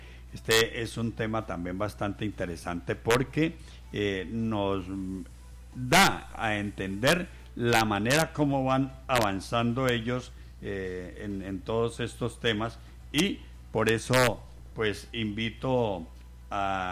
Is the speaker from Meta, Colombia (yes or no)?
yes; Villavicencio, Meta, Colombia; lo que le pase a toda la gente de nuestro municipio de Villavicencio, de nuestro departamento del Meta y de Colombia